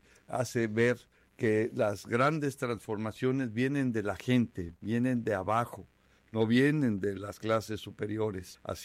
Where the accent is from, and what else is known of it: Mexico